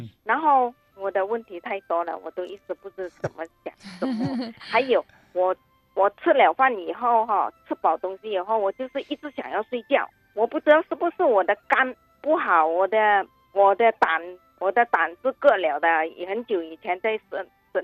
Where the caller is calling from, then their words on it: Vancouver, British Columbia, Canada; Chinese is a second language; 我是来自温哥华的加拿大温哥华的